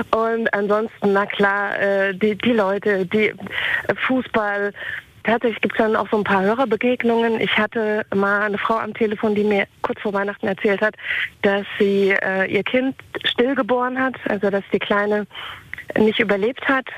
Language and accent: German; Aschaffenburg, Bavaria, Germany; born there; moved away; also born or lived in Leverkusen; Ich treibe mich ja mittlerweile sehr nah an meiner Geburtsstadt herum. Ich komme aus Unterfranken in Aschaffenburg und bin da auch in der Nähe am Arbeiten.